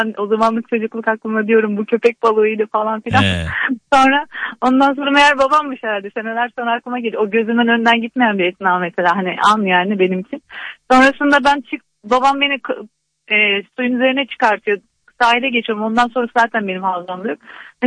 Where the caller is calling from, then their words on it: İzmit, Kocaeli, Turkey; Ben İzmit'ten arıyorum.